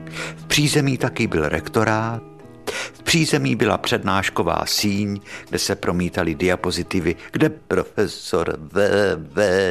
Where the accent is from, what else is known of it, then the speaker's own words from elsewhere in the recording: Pavlíkov, Central Bohemian Region, Czechia; Dokonce, když se mě zeptal, odkud jsem, a já jsem řekl z Pavlíkova